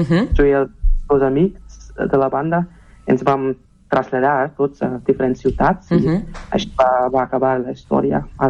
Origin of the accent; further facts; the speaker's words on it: Erlangen, Bavaria, Germany; Sí, vaig néixer i créixer a Erlangen, una ciutat al sud d'Alemanya, a la regió de Franconia. És molt a prop de Nuremberg, que és la ciutat més coneguda d'aquesta zona.